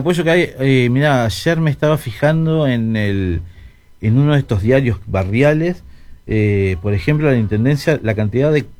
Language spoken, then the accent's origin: Spanish; Montevideo, Uruguay; moved away as an adult; yo soy del cerro, de Casabón, mejor.